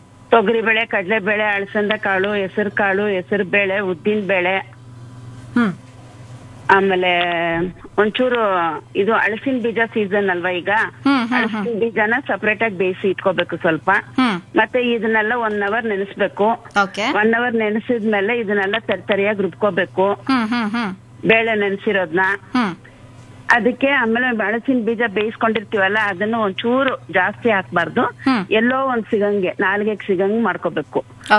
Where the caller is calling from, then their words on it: Tumakuru, Karnataka, India; ತುಮಕೂರಿಂದ